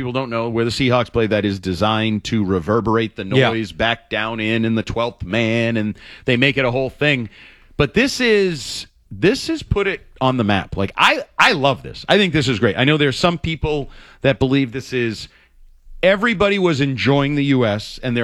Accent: United States; I'm an American.

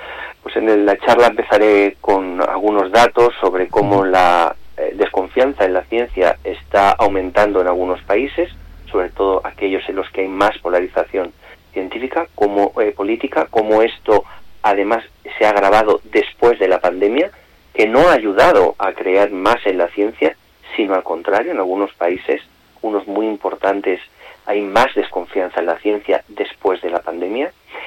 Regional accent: Villamediana de Iregua, La Rioja, Spain; moved away; me siento muy orgulloso de llevar siempre el nombre de La Rioja, de mi pueblo, de Villamediana, allí donde voy.

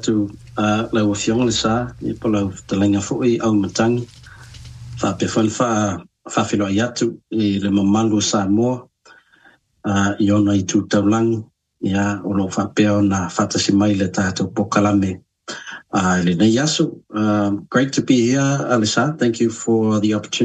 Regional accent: Samoa; So I did all my schooling, primary schooling in Apia, but I live in the village and that's where I grew up.

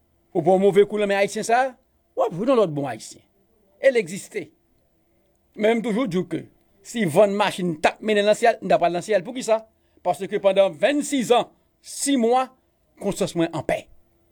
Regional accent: Morocco; je suis marocain, je suis sorti Maroc.

